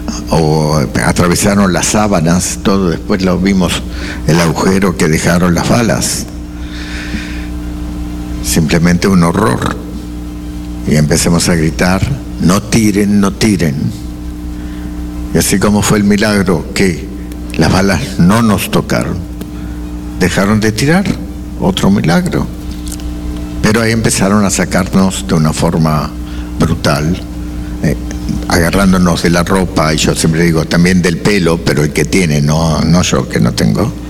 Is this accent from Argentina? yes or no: yes; Argentina; moved away; Yo soy argentino.